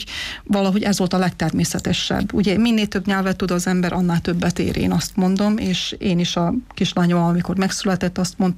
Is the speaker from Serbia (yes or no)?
yes; Novi Sad, Vojvodina, Serbia; first language Hungarian; moved away; általános iskolába is, a középiskolába is magyarul tanultam, vagy magyar tagozatban jártam, viszont a Újvidéken nőttem föl, ott születtem, ott nevelkedtem, és legtermészetesebb volt ugye, hogy szerbül is tanulunk